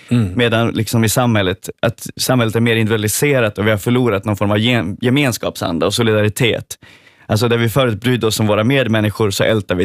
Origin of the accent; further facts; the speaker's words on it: Sweden; now in Finland; mitt hemland Sverige